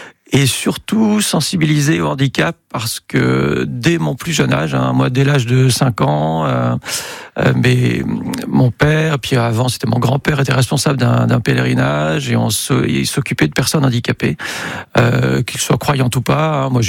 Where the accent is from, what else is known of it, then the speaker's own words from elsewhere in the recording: Lille, Hauts-de-France, France; accent: ch'ti; je suis originaire de Lille, un ch'ti. Voilà, il est dans une famille, on habite à côté de Lille